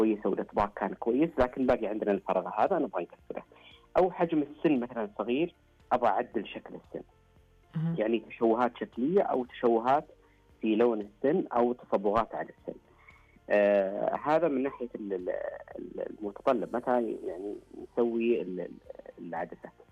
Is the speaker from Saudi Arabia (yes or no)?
yes; Saudi Arabia